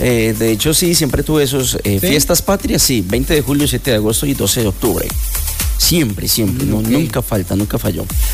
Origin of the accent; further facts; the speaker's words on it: Colombia; No olvidemos sentirnos orgullosos de ser colombianos y seamos la bandera.